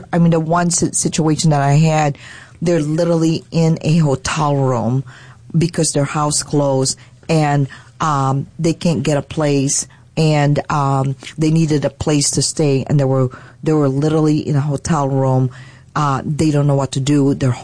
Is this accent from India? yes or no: no; Philippines; tell her I'm Filipino